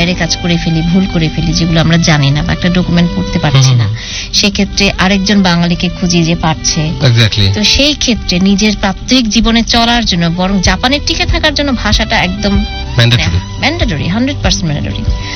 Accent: Bangladesh; moved away as an adult; now in Japan; আমরা হয়তো জীবনের তাগিদে, জীবিকার তাগিদে একটা উন্নত দেশে থাকছি, বাট আমরা মনে পানে বাংলাদেশি

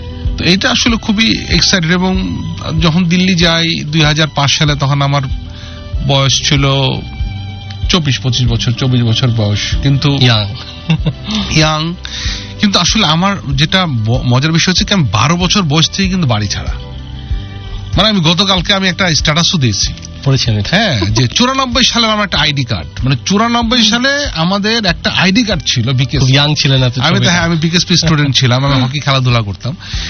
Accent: Bangladesh; born there; কারণ আমি জন্মগ্রহণ করেছি বাংলাদেশে, আমার বাবা জন্মগ্রহণ করেছে পাকিস্তানে, আমার দাদা জন্মগ্রহণ করেছে ভারতবর্ষে

